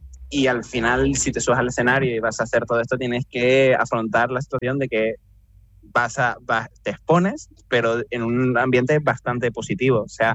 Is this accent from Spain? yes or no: yes; Santa Cruz de Tenerife, Canary Islands, Spain; now in Gran Canaria, Spain; trabajando aquí en Gran Canaria, yo soy chicharrero